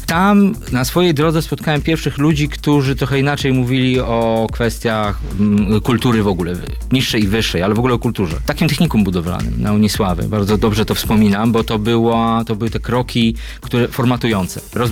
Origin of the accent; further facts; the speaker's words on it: West Pomeranian Voivodeship, Poland; also born or lived in Szczecin; Pochodzę z małego miasteczka na Pomorzu Zachodnim, znowu Gardu.